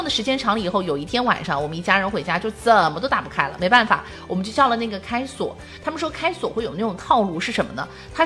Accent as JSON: {"language": "Chinese", "country": "China"}